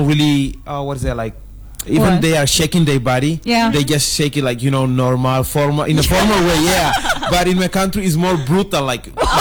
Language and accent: English; Guinea-Bissau; I'm from Balanta.